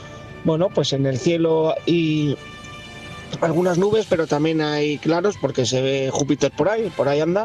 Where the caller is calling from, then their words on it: Valle de Trápaga, Basque Country, Spain; desde Trápaga